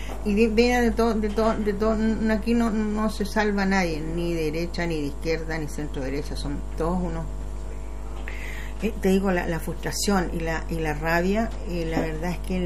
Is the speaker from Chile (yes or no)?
yes; Chile